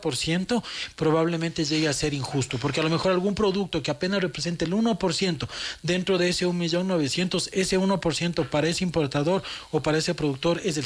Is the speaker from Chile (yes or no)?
no; Ecuador; la valoración que tenemos como ecuatorianos del café